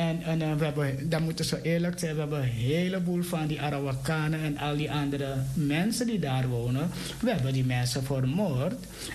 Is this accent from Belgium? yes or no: no; Suriname; now in Netherlands; we zijn in Suriname opgevoed.